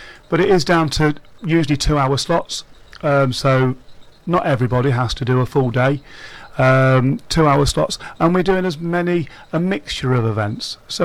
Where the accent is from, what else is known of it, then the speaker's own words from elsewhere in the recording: East Midlands, United Kingdom; It's also, I came from Leicestershire, and it's the amount of volunteers who don't even live on the coast.